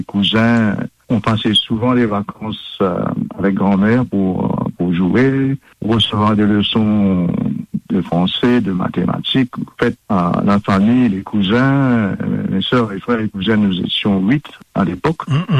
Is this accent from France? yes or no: no; Quatre Bornes, Plaines Wilhems, Mauritius; moved away as an adult; now in Australia; Ah oui, donc je suis né à Quatre-Bons. Effectivement, j'ai fait mes études primaires à l'école Saint-Enfant-Jésus à Rosil et mes études secondaires au Collège Royal de 1960 à 1967.